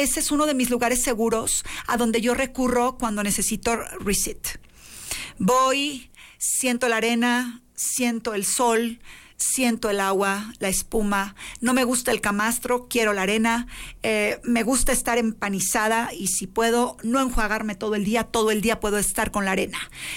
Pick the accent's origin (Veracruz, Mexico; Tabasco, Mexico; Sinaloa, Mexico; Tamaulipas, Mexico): Tamaulipas, Mexico; Nuevo Laredo; born there; now in Coahuila, Mexico; Soy de Nuevo Laredo, Tamaulipas, ustedes ya saben, y así me aceptaron y así me quieren. Arriba Tamaulipas también. Y arriba Coahuila, por supuesto, porque soy coahuilense ya por millones de años, soy dinosaurio de Tamaulipas. Aquí me encanta porque vine a florecer a Coahuila.